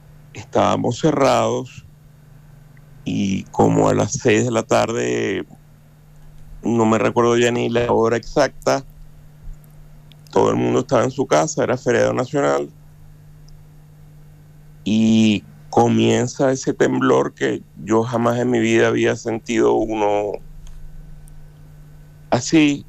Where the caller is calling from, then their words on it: Caracas, Capital District, Venezuela; yo soy el presidente del Club Hebraica, que representa, es el club de la comunidad judía venezolana en Caracas.